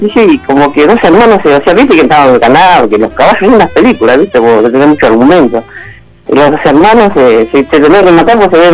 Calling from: Pilar, Buenos Aires Province, Argentina; acá de Pilar.

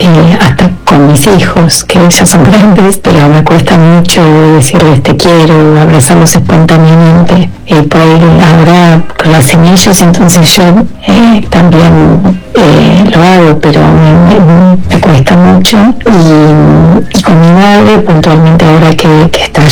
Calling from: Neuquén, Argentina; de Neuquén

